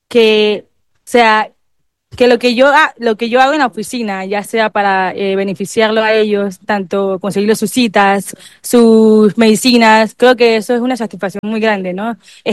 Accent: La Chorrera, Panamá Oeste, Panama; De aquí, de Chorrera.

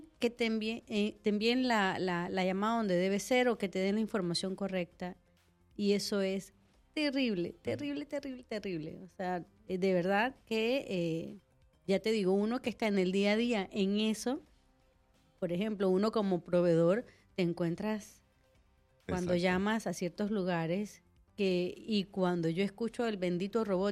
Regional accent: Panama; Yo como panameña lo puedo decir

